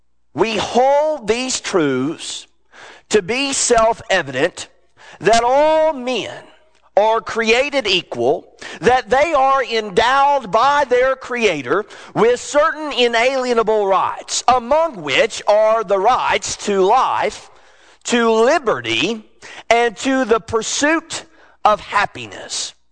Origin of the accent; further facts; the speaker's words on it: United States